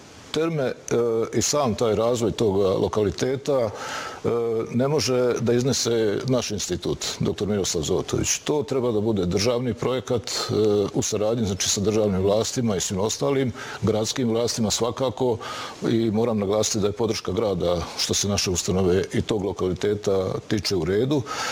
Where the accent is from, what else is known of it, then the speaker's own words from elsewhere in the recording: Banja Luka, Republika Srpska, Bosnia & Herzegovina; ja sam odrastao i rođen u Banja Luci, tako da je to za mene bio i ostaće Šeher.